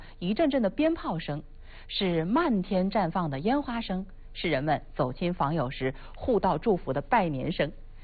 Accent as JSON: {"language": "Chinese", "country": "China"}